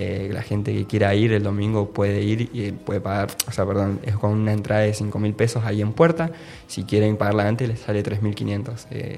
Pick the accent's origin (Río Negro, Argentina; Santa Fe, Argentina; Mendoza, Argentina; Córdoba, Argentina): Río Negro, Argentina; Cipolletti; yo soy de acá de Cipolletti